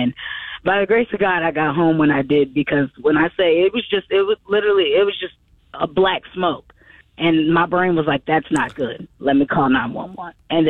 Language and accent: English; Johnson City, Tennessee, United States; moved away as an adult; I'm just a young 27-year-old from East Tennessee. I'm from Johnson City, Tennessee. So I came down here on a whim when I was 21